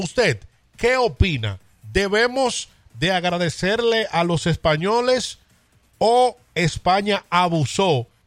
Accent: Dominican Republic; Nosotros los dominicanos

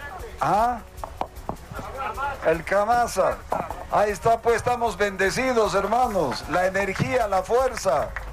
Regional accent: Tarija, Bolivia; Yo, por ejemplo, decía, soy de Tarija, pero ahora soy de Palcococo, si quiero, pues. Los bolivianos somos de todas partes de la patria.

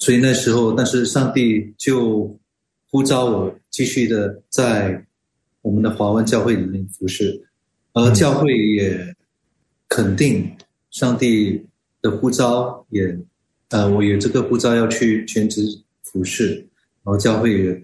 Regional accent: Singapore; moved away as an adult; now in Indonesia; 我是新加坡人。从小呢，大家都如果了解新加坡的文化，我都是受英语教育。

